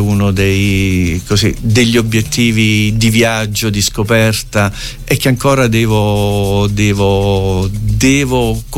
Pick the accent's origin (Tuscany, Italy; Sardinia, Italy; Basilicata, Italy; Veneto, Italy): Basilicata, Italy; Io sono un lucano.